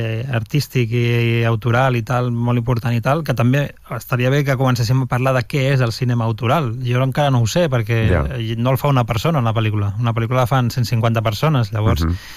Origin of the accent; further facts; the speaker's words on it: L'Hospitalet de Llobregat, Catalonia, Spain; also born or lived in Barcelona; vaig anar a viure a l'Hospitalet, que és on vaig créixer. I amb la identitat dividida, perquè jo dormia a l'Hospitalet